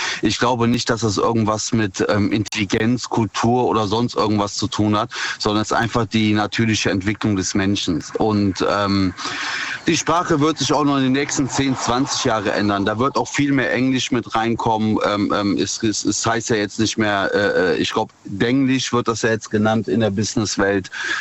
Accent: North Rhine-Westphalia, Germany; Ich bin aus der Nähe von Bonn.

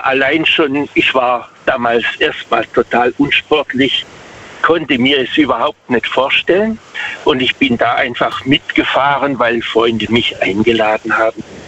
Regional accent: Waghäusel, Baden-Württemberg, Germany; Also ich komme aus Waghäusel.

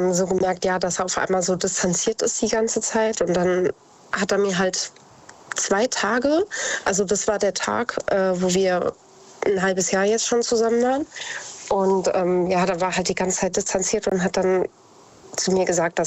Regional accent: Idstein, Hesse, Germany; Ich komme aus der Nähe von Wiesbaden, ich komme aus Edstein.

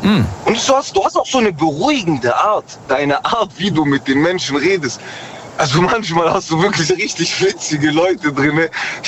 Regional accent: Tübingen, Baden-Württemberg, Germany; Ich komme aus Tübingen.

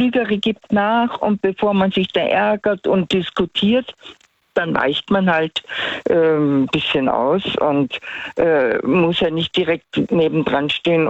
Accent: Tyrol, Austria; accent: Tyrolean; Also, ich muss meinen Tiroler Akzent drosseln, sonst verstehen wir uns falsch.

